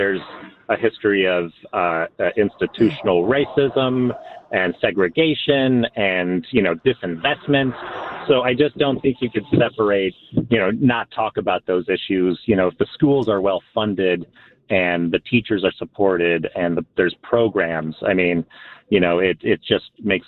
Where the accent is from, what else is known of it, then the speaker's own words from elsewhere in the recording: Park Ridge, Illinois, United States; now in Irving Park, Chicago, United States; I grew up in Park Ridge.